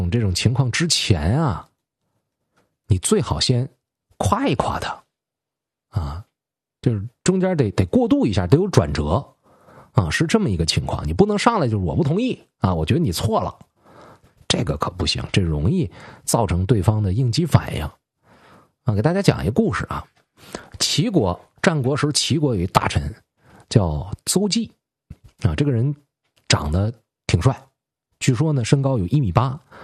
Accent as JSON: {"language": "Chinese", "region": "Northeast China", "country": "China", "said": "拿我们东北话来讲，挺打人。"}